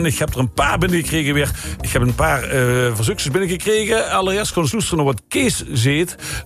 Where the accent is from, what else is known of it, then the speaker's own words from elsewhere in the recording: Limburg, Netherlands; born there; now in Maastricht, Netherlands; En wij wonen in Heer in Maastricht. Maar we zijn geboren in Midden-Limburg.